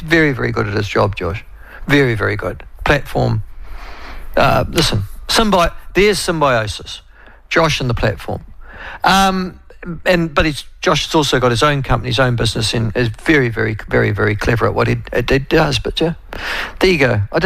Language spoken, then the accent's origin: English; Timaru, Canterbury, New Zealand; now in Bangkok, Thailand; Loving the memories you've drawn out of the ether on Oamaru, as I was brought up in Timaru.